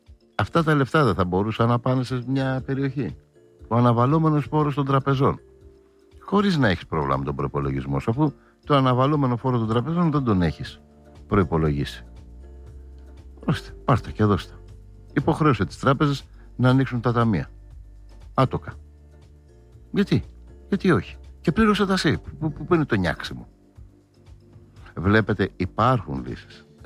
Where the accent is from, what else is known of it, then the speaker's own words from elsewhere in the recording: Greece; ως Έλληνας πολίτης